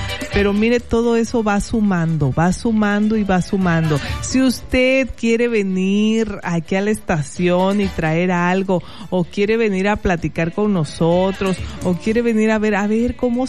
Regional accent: Soconusco, Chiapas, Mexico; now in Tonalá, Mexico; allá en el Soconusco, allá en mi pueblo, mi familia

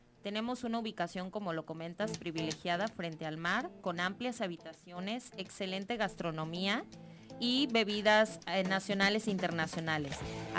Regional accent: Oaxaca, Mexico; la hospitalidad que nos distingue como oaxaqueños también.

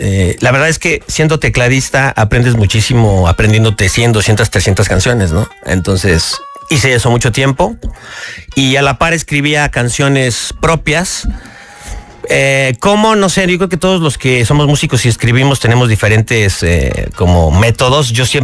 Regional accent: Mexico City, Mexico; Yo soy de la Ciudad de México.

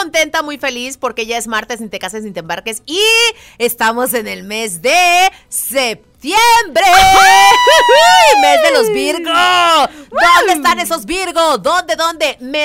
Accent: Mexico; así que vamos a unirnos como buen mexicano o mexicana que somos

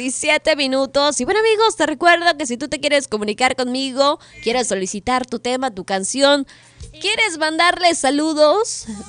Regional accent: Mexico City, Mexico; yo soy de la Ciudad de México

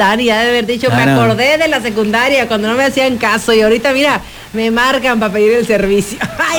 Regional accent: Mexico; Es lo que nos distingue como mexicanos.

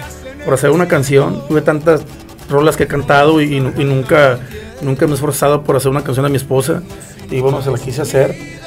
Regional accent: Mexico; quiero pensar como mexicano

